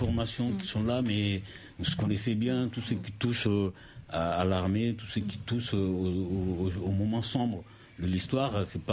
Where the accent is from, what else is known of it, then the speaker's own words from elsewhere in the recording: Mali; moved away as an adult; now in France; je fais le bac au Mali, j'ai raté.